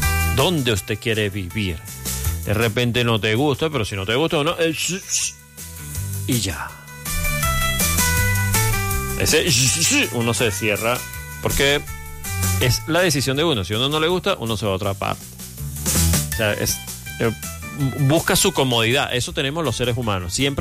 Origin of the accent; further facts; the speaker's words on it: Copiapó, Atacama, Chile; Soy nacido y criado en Copiapó y no conozco Santiago.